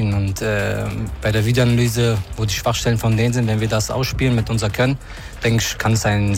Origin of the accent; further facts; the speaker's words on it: Berlin, Germany; als Berliner Junge